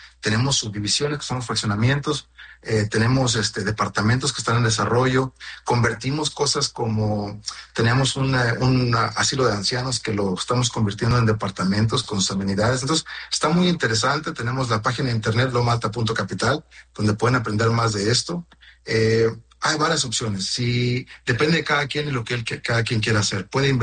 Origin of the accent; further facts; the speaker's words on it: Mexico; now in United States; yo soy mexicano